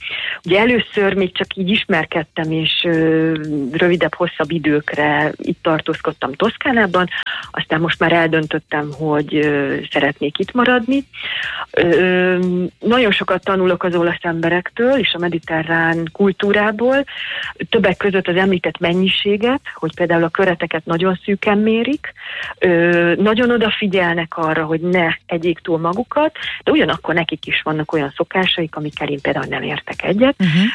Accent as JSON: {"language": "Hungarian", "country": "Hungary"}